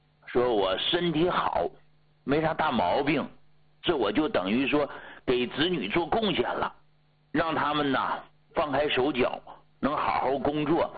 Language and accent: Chinese; Heilongjiang, China; moved away; 因为本身你看我老家黑龙江的啊，前些年呢回去过啊，回老家